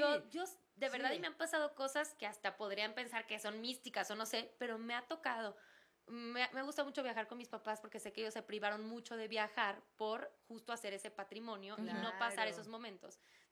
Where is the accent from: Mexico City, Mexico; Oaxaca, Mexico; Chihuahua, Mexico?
Oaxaca, Mexico; Huatulco; yo crecí en Huatulco, Oaxaca, en Bahías de Huatulco.